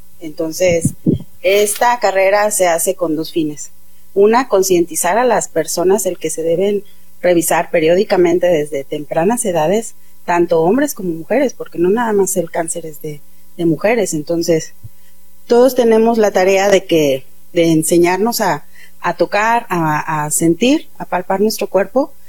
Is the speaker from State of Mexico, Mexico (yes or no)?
no; Querétaro, Mexico; pacientes que somos de acá de la Sierra Gorda